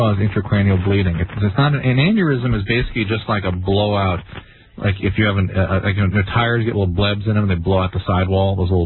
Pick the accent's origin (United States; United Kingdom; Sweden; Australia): Sweden; We're from Sweden. That's right.